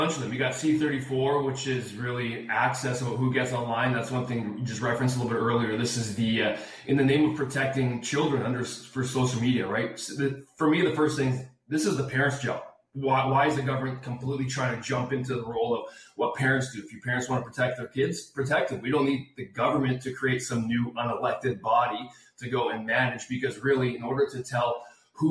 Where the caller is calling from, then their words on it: Calgary, Alberta, Canada; We're out of Calgary, Alberta. We're on the west side.